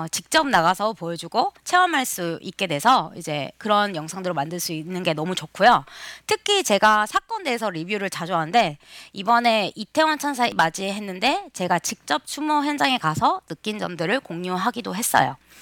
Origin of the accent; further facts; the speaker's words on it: Argentina; Korean is a second language; moved away as an adult; now in South Korea; 하지만 어린 시절부터 아르헨티나에 살았기 때문에 쉬운 결정이 아니어서 작년 3개월 동안 남편이랑 먼저 살아보기로 결정했어요.